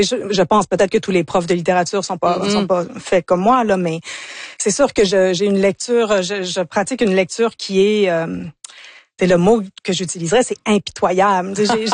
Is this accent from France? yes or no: no; Ontario, Canada; also born or lived in United States / England; Moi, je suis franco-ontarienne au départ, donc j'ai grandi dans l'univers anglophone.